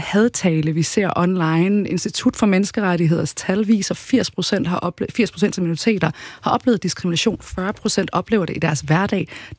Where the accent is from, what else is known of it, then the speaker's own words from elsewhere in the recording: Jutland, Denmark; I dag, der siger jeg, at jeg er dansk irakker med rødder i Jylland. Altså, det er jo der, jeg er født og opvokset